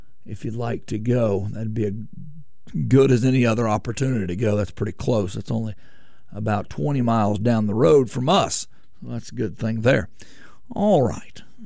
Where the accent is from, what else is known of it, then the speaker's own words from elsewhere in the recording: Harrison, United States; They're going to be in Harrison, my hometown